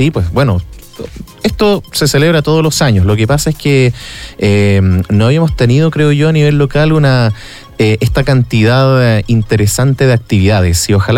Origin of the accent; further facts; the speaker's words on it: Chile; Nuestro país es sísmico